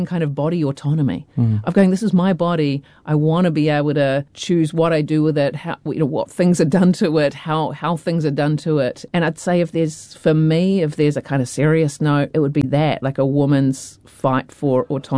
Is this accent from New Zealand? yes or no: yes; New Zealand; you know, I'm a Kiwi, right? And I think our sense of humour is quite different.